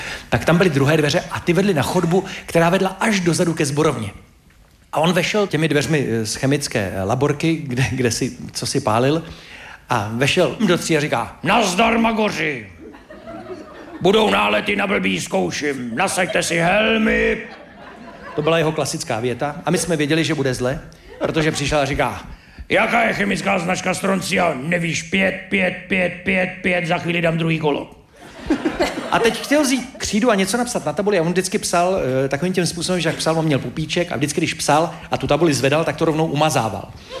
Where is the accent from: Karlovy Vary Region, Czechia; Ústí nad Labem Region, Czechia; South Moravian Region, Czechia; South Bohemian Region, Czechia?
Ústí nad Labem Region, Czechia; Most; Já jsem z Mostu, tam je fabrika, tam je taková chemička a tam pouští toxiny.